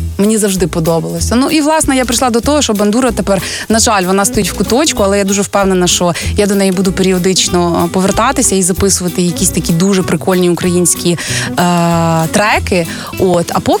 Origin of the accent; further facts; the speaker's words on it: Kaniv, Cherkasy Oblast, Ukraine; я родом з Канєва